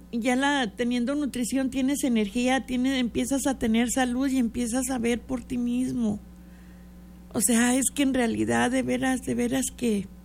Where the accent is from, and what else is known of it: Mexico